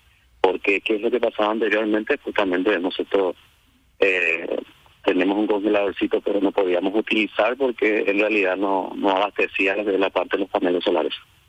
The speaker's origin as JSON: {"language": "Spanish", "town": "Arroyos y Esteros", "region": "Cordillera", "country": "Paraguay", "said": "Yo soy de Arroyo y Estero, soy del centro de Arroyo y Estero. Estoy en la zona urbana."}